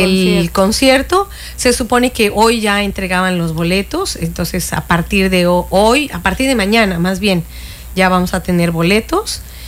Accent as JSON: {"language": "Spanish", "town": "Cancún", "region": "Quintana Roo", "country": "Mexico", "said": "Yo soy residente de la Supermanzana 20"}